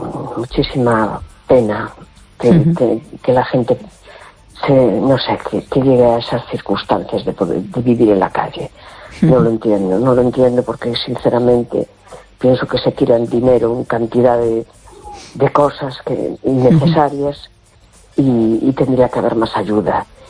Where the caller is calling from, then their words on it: A Coruña, Galicia, Spain; Hola, buenas noches … de La Coruña.